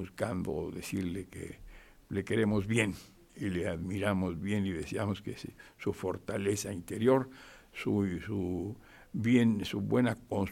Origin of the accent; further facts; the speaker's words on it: Guadalajara, Jalisco, Mexico; moved away; mi queridísima Guadalajara, mi tierra tapatía y mi tierra jalisciense